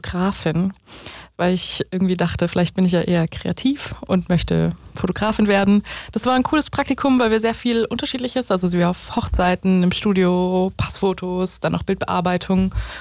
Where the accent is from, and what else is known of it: Germany